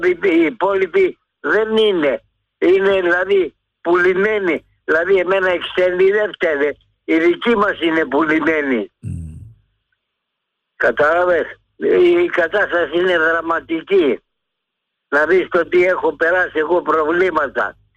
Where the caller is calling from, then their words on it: Salamis, Attica, Greece; από Σαλαμίνα.